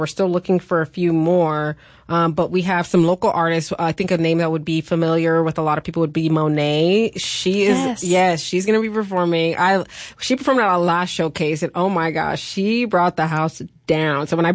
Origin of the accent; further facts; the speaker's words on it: California, United States; You know, I've always said I grew up in California.